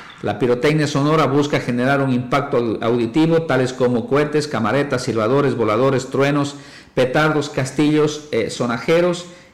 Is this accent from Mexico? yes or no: no; Sucúa, Morona Santiago, Ecuador; Se ha convertido, digamos, en una tradición como ecuatorianos, como sucueños, en las fiestas de Sucúa siempre hemos estado acostumbrados al tema de los cohetes, de los ruidos, de los silbadores, de los diablillos. Y las personas que tenemos, creo que yo, más de 40 años